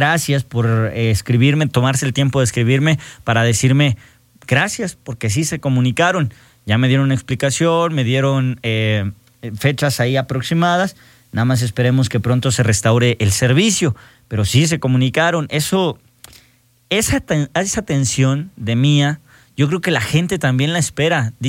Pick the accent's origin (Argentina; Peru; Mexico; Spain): Mexico; Ojuelos de Jalisco, Jalisco; now in Aguascalientes, Mexico; gracias por querer a mi tierra también. Vivo Ojuelos, Jalisco, cómo no. Y gracias a toda la gente que me escribe, que sabe que soy de allá